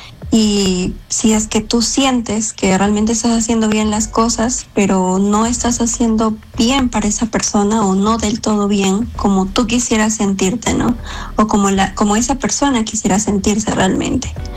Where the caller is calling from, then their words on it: Arequipa, Peru; estoy hablando desde la ciudad de Arequipa.